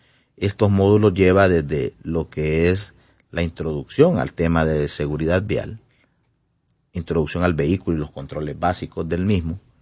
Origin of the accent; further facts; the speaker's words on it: Honduras; en primer lugar, como hondureños, con su familia y con todas las personas que circulan